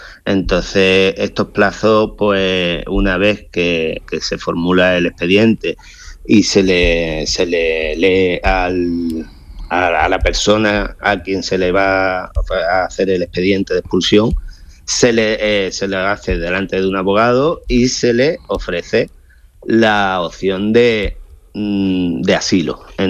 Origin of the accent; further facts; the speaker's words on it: Ceuta, Spain; estando aquí en la ciudad y soy de aquí, de Ceuta, y tenemos unos 84.000 habitantes.